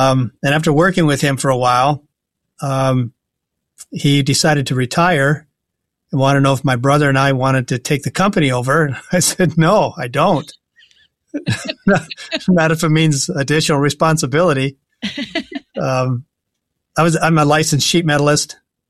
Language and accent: English; Hinton, Iowa, United States; also born or lived in Sioux City, Iowa; Mainly Sioux City, Iowa, or actually Hinton, which is 5 miles north of Sioux City.